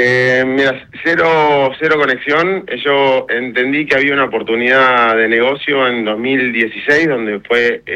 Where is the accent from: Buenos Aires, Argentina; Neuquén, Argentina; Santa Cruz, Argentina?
Buenos Aires, Argentina; Soy una persona de Capital Federal y tomaba mate de manera social, cuando había mate en la mesa entre amigos y familia.